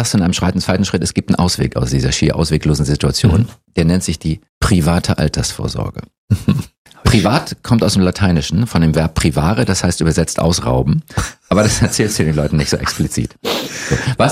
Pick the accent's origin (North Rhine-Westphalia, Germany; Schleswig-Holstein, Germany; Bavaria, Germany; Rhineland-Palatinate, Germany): Schleswig-Holstein, Germany; Norderstedt; Ich komme aus Schleswig-Holstein. Ich komme aus einer Schlafstadt von Hamburg namens Norderstedt.